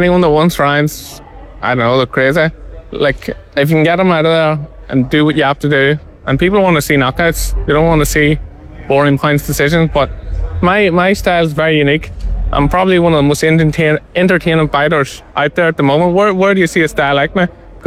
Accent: Ireland; as Irish fighters

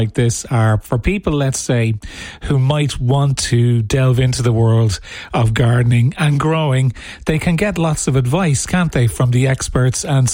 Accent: Ireland; And being Irish, we just love eating in our gardens.

